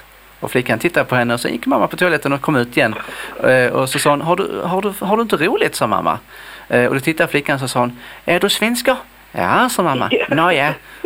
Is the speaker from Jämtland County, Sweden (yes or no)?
no; Malmö, Skåne, Sweden; Nej, jag är från Malmö.